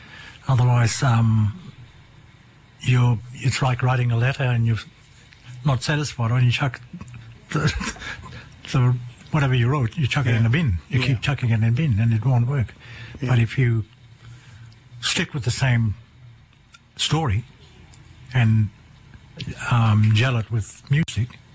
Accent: Western Australia, Australia; And we have family from there, so we're from the Bunyal people, but we relate to Nimanbur.

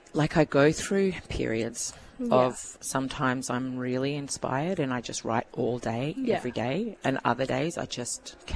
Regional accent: Canberra, Australian Capital Territory, Australia; I grew up in Canberra, and so I was quite often the only brown person in the room

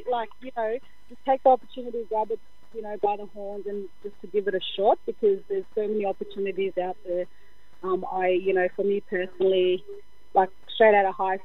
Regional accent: Cairns, Queensland, Australia; I'm a proud Samu and Panai woman from Mabiyog. So I was born and raised in Cairns.

